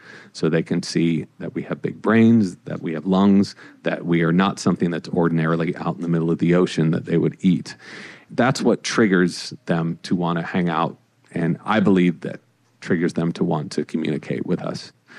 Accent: California, United States; And I grew up in Orange County.

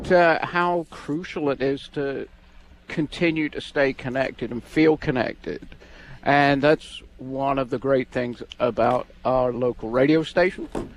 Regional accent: South West England, United Kingdom; I grew up in Devon, which is the southwest corner, next to the bit, you know, Cornwall that sticks out into the sea, Land's End and all that stuff. We're the next one in Devonshire.

